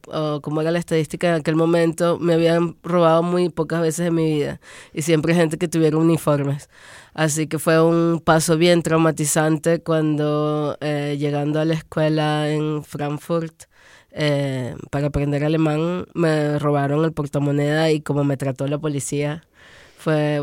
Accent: Venezuela; moved away; Yo llegué de Venezuela, sí.

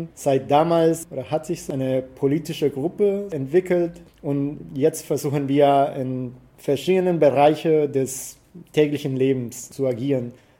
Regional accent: Costa Rica; now in Berlin, Germany; Ja, ich komme ursprünglich aus Costa Rica und ich bin Jahr 2018 nach Deutschland gekommen. Damals nach Berlin, aber bin ein paar Mal umgezogen wegen Studium.

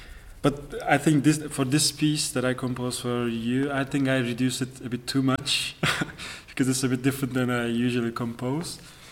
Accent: Istanbul, Turkey; I am 27 years old and I am coming from Turkey. I'm from Istanbul.

